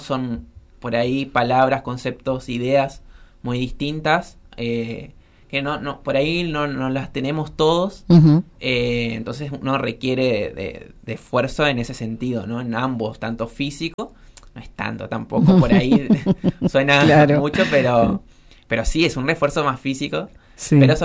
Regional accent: San Ignacio, Misiones, Argentina; Bueno, yo vengo de San Ignacio, no está tan lejos, pero ajá, sí

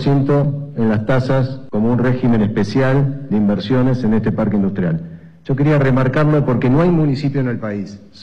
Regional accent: Neuquén, Argentina; Porque habla bien de lo que somos los neuquinos.

